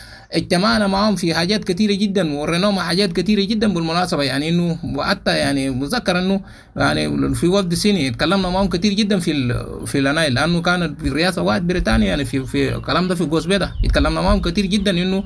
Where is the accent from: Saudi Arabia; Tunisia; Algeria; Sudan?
Sudan; برغم انه احنا سودانيين وعارفين انه كويس